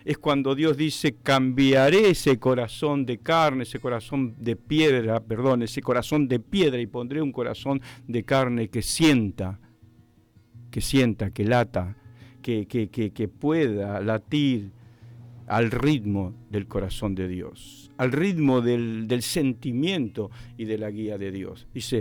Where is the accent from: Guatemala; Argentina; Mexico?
Argentina